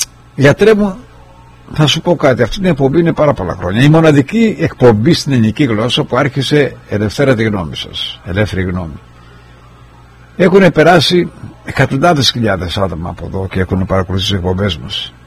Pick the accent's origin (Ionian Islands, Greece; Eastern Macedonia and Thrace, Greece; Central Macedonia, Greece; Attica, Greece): Ionian Islands, Greece; Kefalonia; Γιατί είμαι Κεφαλονίτης.